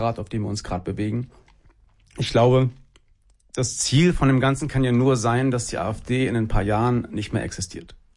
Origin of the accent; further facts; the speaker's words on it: Cologne, North Rhine-Westphalia, Germany; ich komme aus Köln-Ehrenfeld, das ist ein durch und durch gentrifiziertes Viertel, in dem 50% Grün wählen und 25% links.